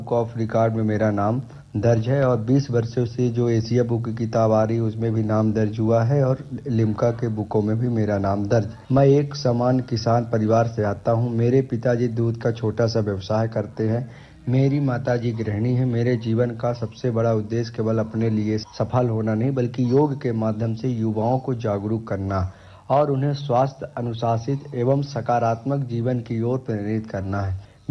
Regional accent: Rewa, Madhya Pradesh, India; मैं मध्य प्रदेश के रीवा जिले का रहने वाला हूँ और मुझे लोग … के नाम से भी जानते हैं।

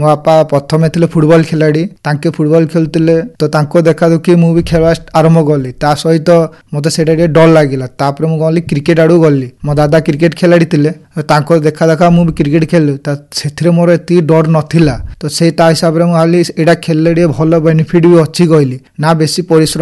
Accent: Burla, Odisha, India; ମୁଁ 3 ଥର state player and 2 ଥର ଓଡ଼ିଶା ରିପ୍ରେଜେଣ୍ଟ କରିଛି। ଆମ ଘର ହେଉଛି ସମ୍ବଲପୁର ବୁର୍ଲା।

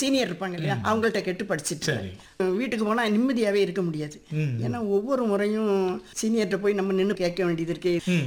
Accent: Elathur, Tamil Nadu, India; அதுல எலத்தூர் கிராமத்துல பிறந்தேன். படிச்சது எல்லாமே அங்கதான்.

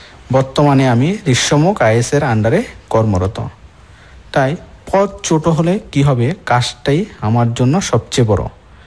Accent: Tripura, India; আমার বাড়ি বিচ্ছন্নমনো পঞ্চায়েত পাড়ায়।

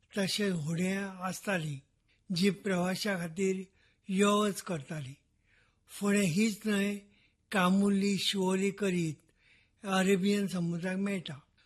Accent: Kolvale, Goa, India; माझं गाव कोलवाळ। या गावात कोळी लोकांची वस्ती चढ असा म्हणून ते नाव असूक जाय।

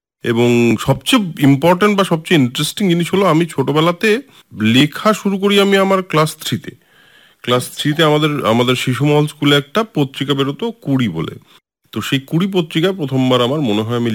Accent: Siliguri, West Bengal, India; শিলিগুড়িতেই বেড়ে ওঠা, শিলিগুড়িতেই বড় হওয়া

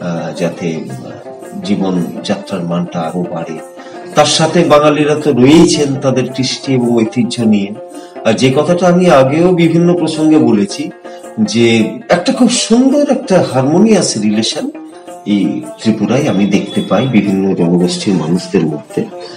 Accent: West Bengal, India; আমার জন্ম এবং বেড়ে ওঠা পশ্চিমবঙ্গে

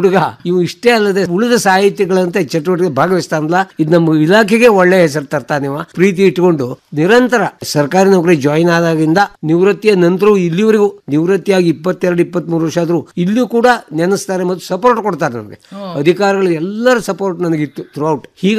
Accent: Sirsi, Karnataka, India; ನಾನು ಮೂಲತಃ ಉತ್ತರ ಕನ್ನಡ ಜಿಲ್ಲೆಯ ಶಿರಸಿಯ ಅಲ್ಲಿಯ ಶ್ರೀಕ್ಷೇತ್ರ ಮಂಜುಗುನಿಯವನು. ಬಹುಶಃ ನಾನು ಹುಟ್ಟಿದ ಮಲೆನಾಡಿನ ಪ್ರಭಾವವೇನೋ

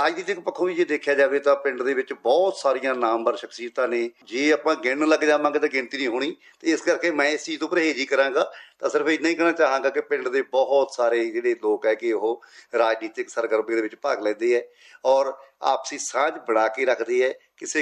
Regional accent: Kot Shamir, Punjab, India; ਤਾਂ ਇਸ ਗੱਲ ਦਾ ਸਾਨੂੰ ਥੋੜਾ ਰੰਜ ਹੈ, ਸਾਡੇ ਪਿੰਡ ਦੇ ਏਡਾ ਵੱਡਾ ਪਿੰਡ ਹੋਣ ਦੇ ਬਾਵਜੂਦ ਗਵਰਨਮੈਂਟ ਇੰਪਲਾਈ ਬਹੁਤ ਘੱਟ ਨੇ, ਤਾਂ ਸਾਡਾ ਜਿਹੜਾ ਪਿੰਡ ਹੈ ਉਹ ਜ਼ਿਆਦਾ ਖੇਤੀ ਆਧਾਰਿਤ ਹੀ ਹੈ।

